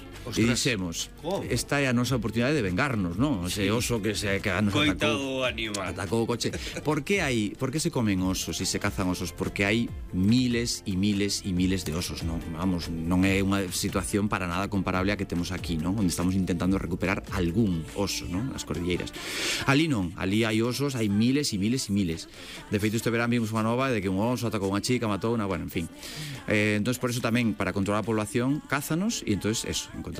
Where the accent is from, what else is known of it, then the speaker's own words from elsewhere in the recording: Galicia, Spain; Somos raritos, vimos de Galicia, que nos vas contar, señora.